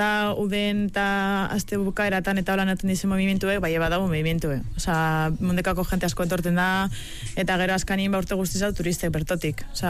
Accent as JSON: {"language": "Basque", "town": "Bermeo", "region": "Basque Country", "country": "Spain", "said": "Ni bermiotarra."}